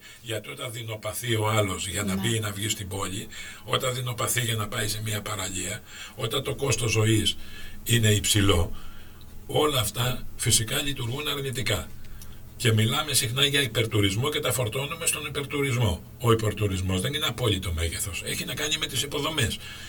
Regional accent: Zakynthos, Ionian Islands, Greece; moved away as an adult; Έφυγα, ως φοιτητής έφυγα από τη Ζάκηθο.

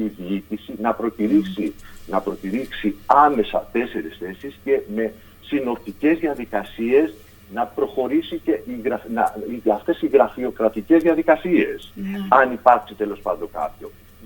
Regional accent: Zakynthos, Ionian Islands, Greece; είμαι από Ζακυνθινός

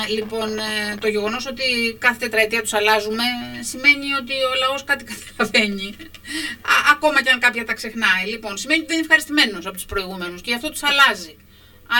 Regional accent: Zakynthos, Ionian Islands, Greece; ένιωθα ότι θέλει να με διώξει το νησί μου

